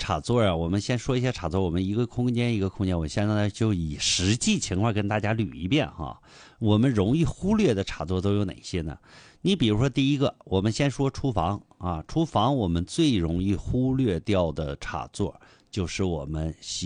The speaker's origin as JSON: {"language": "Chinese", "country": "China"}